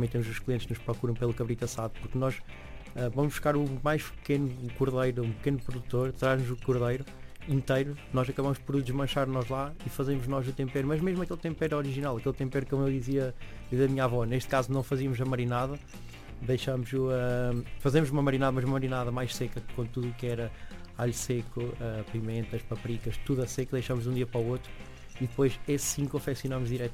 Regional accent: Centro, Portugal; Eu sou da região da Bairrada

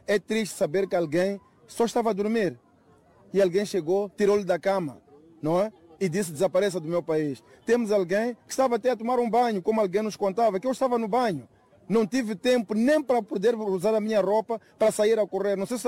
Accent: Mozambique; Nós, como moçambicanos, temos uma responsabilidade.

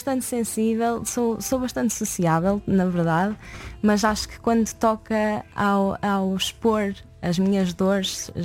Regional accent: Oliveira de Azeméis, Aveiro, Portugal; Sou da Oliveira das Meias, Porto, Aveiro, por aí, não muito.

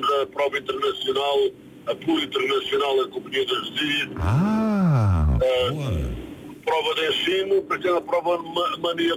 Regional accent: Caneças, Lisbon, Portugal; Eu sou de Lisboa, nasci em Lisboa, ao Alfredo da Costa.

